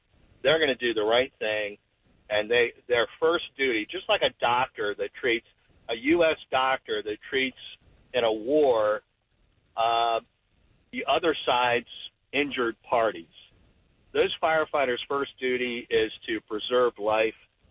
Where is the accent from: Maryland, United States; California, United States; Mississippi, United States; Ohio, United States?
Maryland, United States; Montgomery County; moved away as an adult; now in Carroll County, United States; I grew up in Montgomery County and moved out of there in 1984 after graduating from college